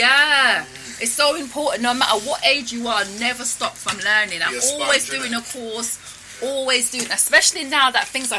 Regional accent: Jamaica; And because I came from Jamaica

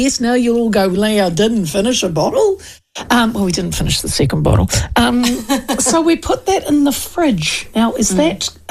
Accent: Hawke's Bay, New Zealand; Well done, my hometown.

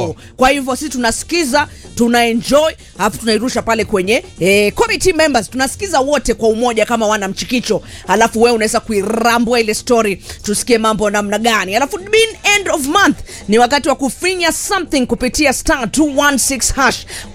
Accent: Nairobi, Kenya; mimi ni mtu wa Doni.

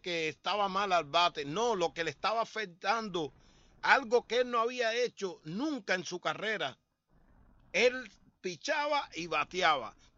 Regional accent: Cuba

